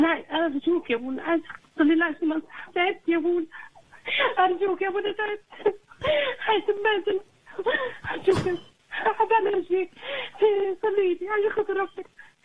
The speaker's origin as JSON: {"language": "Arabic", "town": "Mallawi", "region": "Minya Governorate", "country": "Egypt", "lives_now": "United States", "said": "أنا من مصر،"}